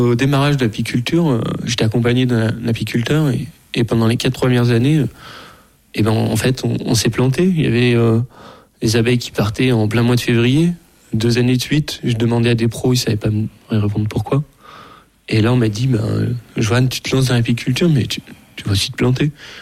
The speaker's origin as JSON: {"language": "French", "region": "Auvergne-Rhône-Alpes", "country": "France", "tie": "born or raised there", "also_born_or_lived": "Lyon", "said": "j'ai grandi en Ardèche"}